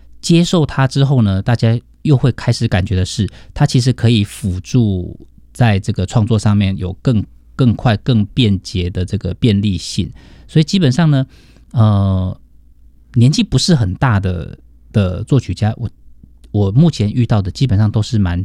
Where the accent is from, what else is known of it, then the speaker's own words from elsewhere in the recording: Kaohsiung, Taiwan; 那我是高雄人，然后小时候高雄出生，父母亲常常会带我去逛百货公司。